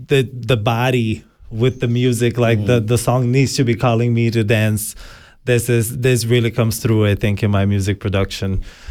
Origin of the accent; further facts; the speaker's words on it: Jundiaí, São Paulo, Brazil; moved away; in my hometown in Brazil, in Jundiaí.